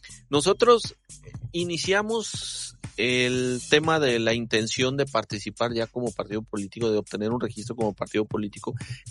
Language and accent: Spanish; Mexico; todos somos mexicanos